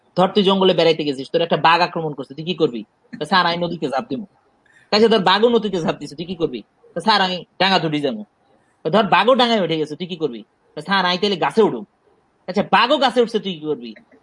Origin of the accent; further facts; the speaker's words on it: Dhaka, Dhaka Division, Bangladesh; আমার বাবা মা লক্ষ্মীপুরে বড় হয়েছে, লক্ষ্মীপুর আমাকে আমার বাবা মা উপহার দিছে। আমি আসলে ঢাকাতেই বড় হয়েছি